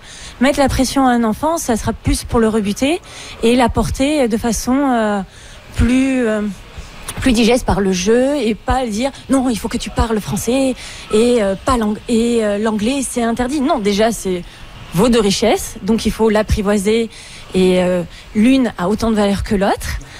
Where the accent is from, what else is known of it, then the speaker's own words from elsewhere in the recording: Marseille, Provence-Alpes-Côte d'Azur, France; moi, je suis française et d'origine du Sud. Donc j'ai des expressions du Sud, de Marseille